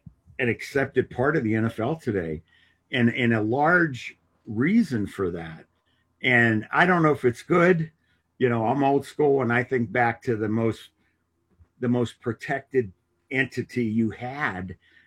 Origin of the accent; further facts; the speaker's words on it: Pittsburgh, Pennsylvania, United States; I grew up in Pittsburgh, very similar.